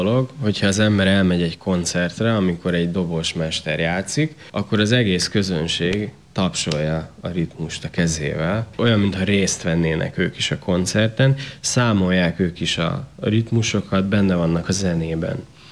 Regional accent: Hungary; ez egy magyar gyerek, aki ezt az indiai zenét műveli.

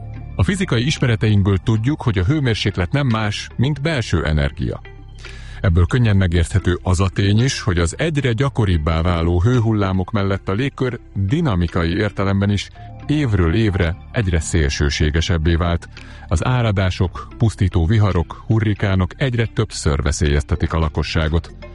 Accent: Hungary

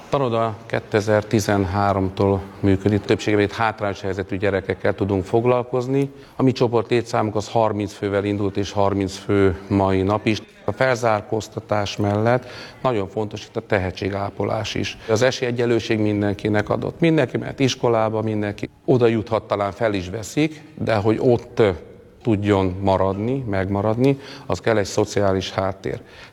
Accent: Hungary; mert az is mondtam, hogy magyar ember vagyok, de mellette cigány emberként, és beás cigány, így mondanám, ez a pontosítása.

